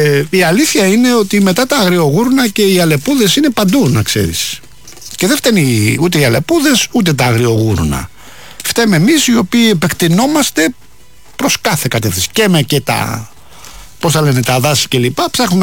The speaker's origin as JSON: {"language": "Greek", "town": "Rafina", "region": "Attica", "country": "Greece", "tie": "born or raised there", "said": "Θυμάμαι στο χωριό μου στη Ραφίνα, είχαμε χωροφυλακή."}